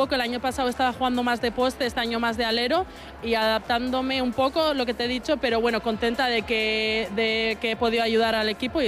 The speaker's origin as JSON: {"language": "Spanish", "region": "Basque Country", "country": "Spain", "said": "Sí, bueno, nosotras somos cuatro vascas"}